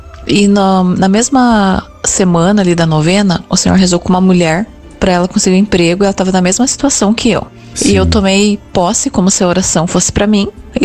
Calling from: Mafra, Santa Catarina, Brazil; sou associada da obra Evangelizar, sou de Mafra, Santa Catarina.

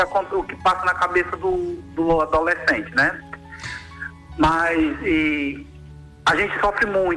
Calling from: Pacajus, Ceará, Brazil; Pacaju e Ceará, região metropolitana de Fortaleza.

